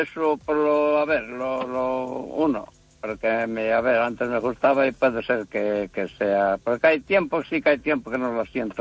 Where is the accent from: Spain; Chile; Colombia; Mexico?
Spain; A Coruña, Galicia; A ver, ahora en este momento estoy aquí llegando a Tabeallo, pero yo soy de Coruña.